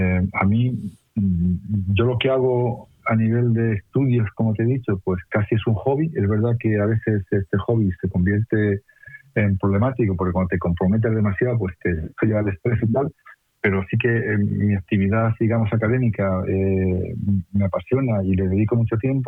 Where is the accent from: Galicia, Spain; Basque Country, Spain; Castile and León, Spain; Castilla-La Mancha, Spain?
Castilla-La Mancha, Spain; Almedina; now in Madrid, Spain; Yo soy de, ya he dicho antes, de un pueblo muy pequeñito, de origen humilde. Mis padres eran mis abuelos agricultores. Y a mí me gusta, mi pueblo tiene ahora menos de 500 habitantes, además que pertenece desgraciadamente a la España vaciada